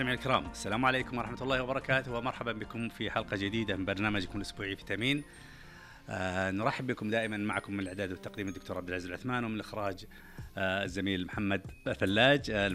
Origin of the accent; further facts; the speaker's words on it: Saudi Arabia; طموحنا كسعوديين في ظل قيادتنا الرشيده لاستثمار وتطوير الطب الشعبي